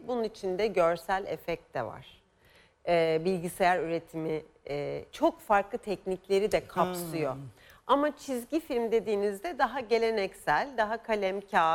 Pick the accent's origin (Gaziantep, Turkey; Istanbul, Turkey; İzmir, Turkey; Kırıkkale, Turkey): İzmir, Turkey; Bir İzmirli olarak